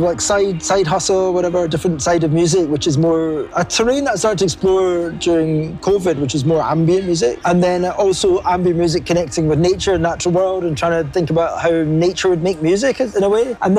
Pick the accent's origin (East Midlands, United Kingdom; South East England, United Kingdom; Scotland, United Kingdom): Scotland, United Kingdom; Glasgow; moved away as an adult; also born or lived in Edinburgh; now in London, United Kingdom; I was born in Glasgow, so I'm Glaswegian. Lived here till I was, went to university in Edinburgh, did that, fled back to Glasgow as quickly as I possibly could after the degree. Was living in the south side of Pollock Shields for a good few years